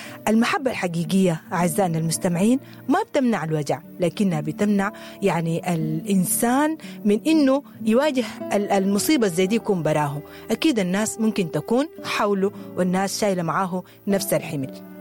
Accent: Sudan; ونحن كسودانيين معروفين باللمة وبالفزعة وبالحنية

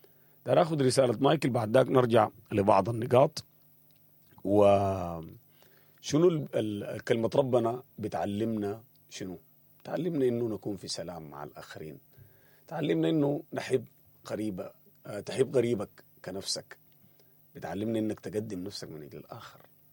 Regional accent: Sudan; إحنا كسودانيين

